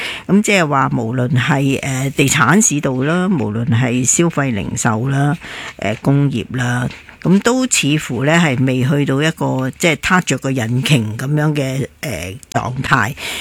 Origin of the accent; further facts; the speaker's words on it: Guangdong, China; 我哋广东人叫烂尾嘅嘢